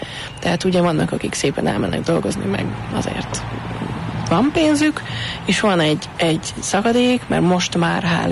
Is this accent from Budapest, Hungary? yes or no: yes; Budapest, Hungary; nekem budapestiként meglepő ez, hogy a kútról hozzák még mindig sokan